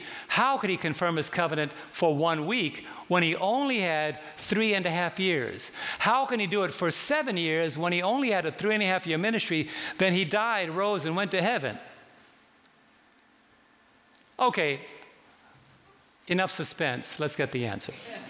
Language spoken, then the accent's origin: English; New York City, New York, United States; I was raised in New York City